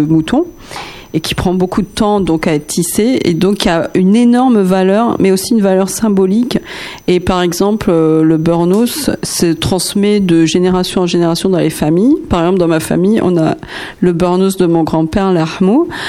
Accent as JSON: {"language": "French", "country": "Algeria", "said": "chez nous en Algérie"}